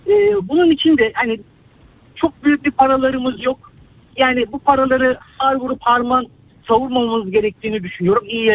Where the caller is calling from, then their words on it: Istanbul, Turkey; ben İstanbul'dan arıyorum.